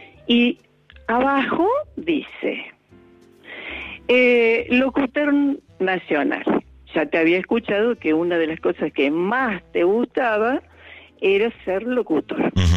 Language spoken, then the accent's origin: Spanish; Córdoba, Argentina